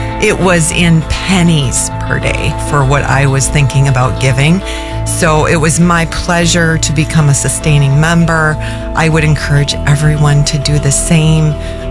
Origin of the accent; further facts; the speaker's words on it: Milwaukee, Wisconsin, United States; from Milwaukee, and I'm a proud member of Radio Milwaukee.